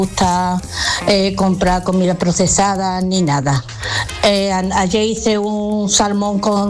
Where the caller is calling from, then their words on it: Jerez, Andalusia, Spain; de Jerez.